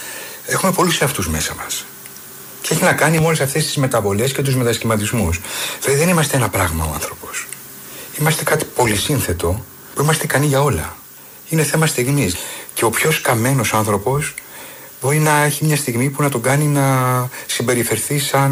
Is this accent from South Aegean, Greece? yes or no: yes; Rhodes, South Aegean, Greece; born there; Γεννήθηκα στη Ρόδο εκ παραδρομής. Ήμουν η δεύτερη κυμοσύνη της μητέρας μου. Η μητέρα μου αγρότησε από το μεγάλο χωριό της Στήλου.